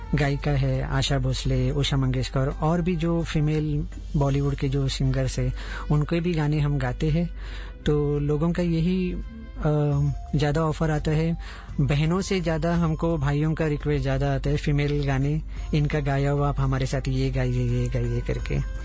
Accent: Mumbai, Maharashtra, India; moved away as an adult; also born or lived in Armenia; मेरा बचपन सब मुंबई में हुआ

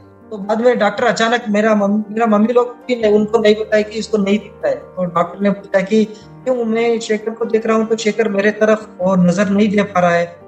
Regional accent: Shimoga, Karnataka, India; बैंगलोर से और मेरा गाँव शिमोगा आने के बाद

